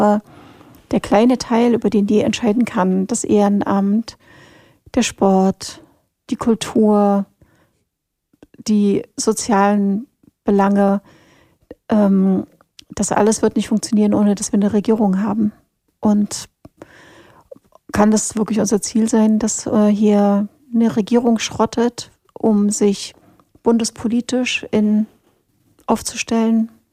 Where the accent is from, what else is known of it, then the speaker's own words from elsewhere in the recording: Germany; ich bin in der DDR groß geworden